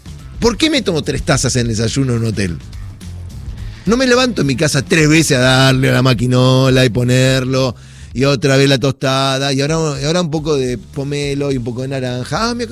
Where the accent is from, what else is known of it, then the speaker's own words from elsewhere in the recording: Argentina; Y después porque somos argentinos.